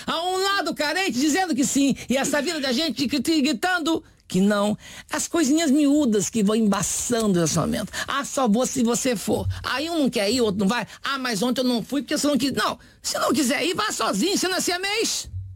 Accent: Minas Gerais, Brazil; moved away as an adult; now in São Paulo, Brazil; Quando eu saí de Minas Gerais com 20 anos de idade para São Paulo, estou em São Paulo há 41 anos de idade

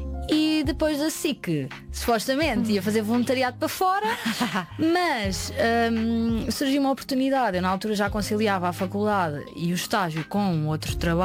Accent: Lisbon, Portugal; also born or lived in Mação, Portugal; Eu sou de Lisboa, nascida, criada, com uma enorme ligação ao Ribatejo, nomeadamente a Mação, que é o centro do país.

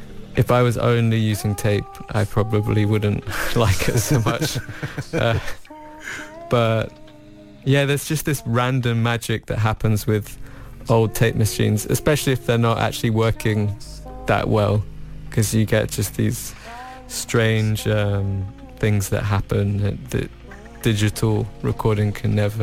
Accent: Australia; now in Portugal; because I grew up in Australia.

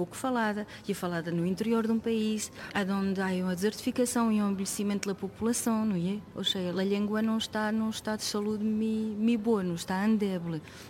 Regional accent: Bragança, Portugal; first language Mirandese; Portuguese is a second language; Eu recebi a língua mirandesa por meus pais, meus avós, a minha família e a minha terra.

